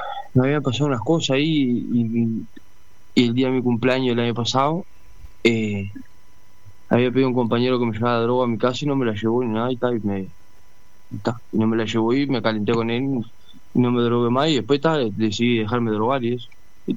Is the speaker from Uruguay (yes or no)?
yes; San José, Uruguay; now in Nueva Helvecia, Uruguay; tengo 33 años, soy coordinador del grupo de Alcohólico Anónimo acá de Nueva Alvesia, soy de San José, vengo, de allá de San José. Estoy trabajando acá en Nueva Alvesia